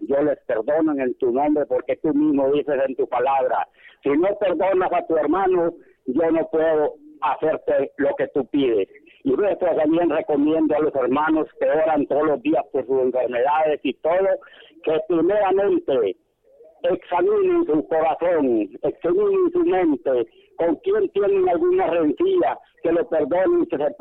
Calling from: San José, Intibucá, Honduras; De San José, en el municipio de Intibucá, departamento de Intibucá

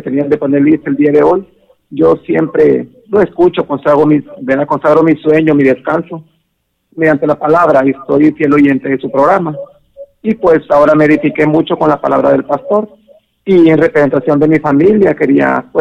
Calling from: La Paz, Honduras; le llamo de la ciudad de La Paz.

